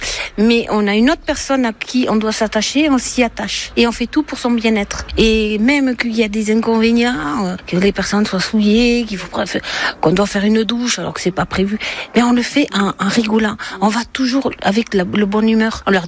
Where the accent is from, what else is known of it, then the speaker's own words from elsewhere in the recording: Montléon, France; je suis aide à domicile et je suis de Montléon.